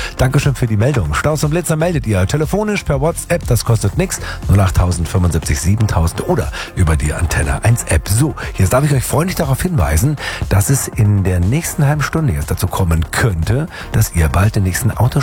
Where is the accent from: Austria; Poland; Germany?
Germany; Tübingen, Baden-Württemberg; Und die B27 von meiner Heimatstadt Tübingen Richtung Stuttgart